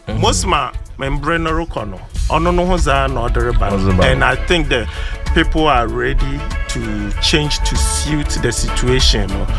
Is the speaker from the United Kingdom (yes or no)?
no; Takoradi, Western Region, Ghana; I grew up in Takoradi. Okay. I'm a 100% Tadi boy.